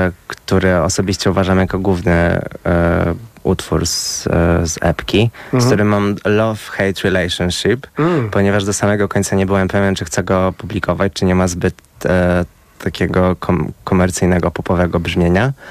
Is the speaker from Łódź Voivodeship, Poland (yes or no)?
no; Kielce, Świętokrzyskie Voivodeship, Poland; moved away; Może w Kielcach. Może będzie reunion z moim rodzinnym miastem.